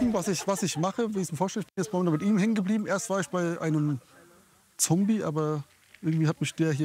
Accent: Frankfurt, Hesse, Germany; moved away as an adult; now in Dieburg, Germany; komme gebürtig aus Frankfurt, wohne jetzt seit 13 Jahren hier in Dieburg.

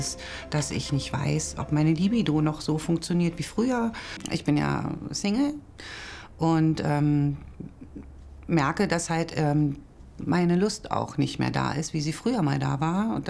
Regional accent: Falkensee, Brandenburg, Germany; ich bin 51 Jahre alt, ich komme aus Falkensee

